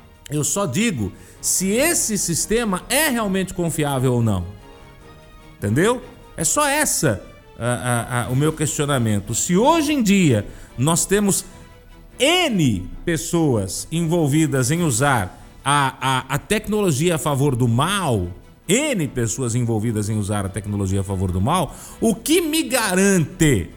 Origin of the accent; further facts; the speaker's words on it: Brazil